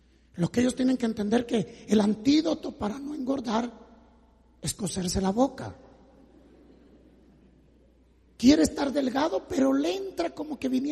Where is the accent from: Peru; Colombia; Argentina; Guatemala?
Guatemala; para nosotros como latinos, como guatemaltecos